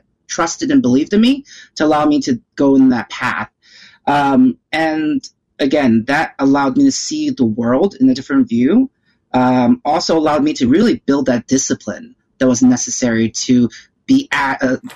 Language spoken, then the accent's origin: English; New York, United States; I was born and raised in New York.